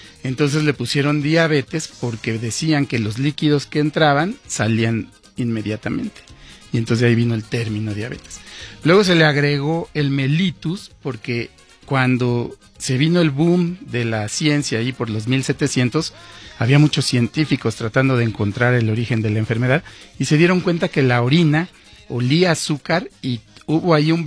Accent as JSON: {"language": "Spanish", "country": "Mexico"}